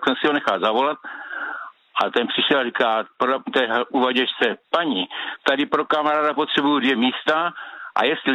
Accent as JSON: {"language": "Czech", "town": "Brno", "region": "South Moravian Region", "country": "Czechia", "said": "Já jsem původem z Husovic"}